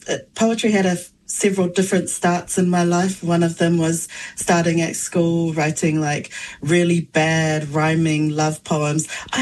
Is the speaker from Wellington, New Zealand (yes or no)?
yes; Wellington, New Zealand; also born or lived in Samoa; Yes, I was born in Samoa and then raised in Te Whanganui Atara in Kilburnie in Wellington. And my family is from Whale Alupo, Satupaitea, in Sawa'i and Malaila.